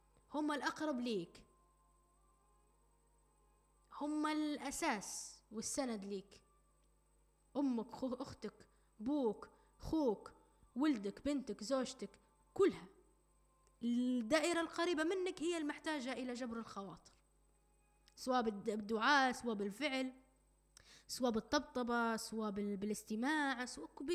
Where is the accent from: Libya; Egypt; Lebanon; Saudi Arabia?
Libya; احنا كليبيين وتربينا في عائلات